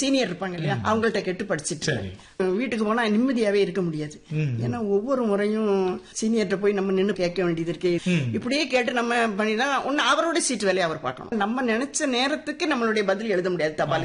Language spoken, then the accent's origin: Tamil; Elathur, Tamil Nadu, India; எலத்தூர் கிராமத்துல பிறந்தேன். படிச்சது எல்லாமே அங்கதான். கல்லூரி வந்து பக்கத்துல குற்றாலம், அதுல APUC மட்டும்தான்.